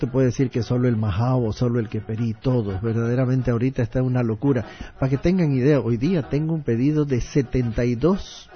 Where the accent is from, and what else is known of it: Santa Cruz, Bolivia